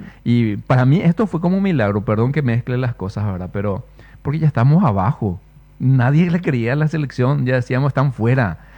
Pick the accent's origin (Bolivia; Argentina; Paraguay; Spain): Paraguay; Es como que más representa ahora nuestro país, o nuestra cultura, o nuestra nacionalidad, o nuestro amor a la patria